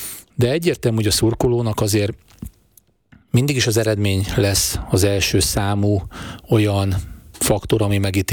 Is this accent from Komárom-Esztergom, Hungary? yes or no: no; Pécs, Baranya, Hungary; pécsi vagyok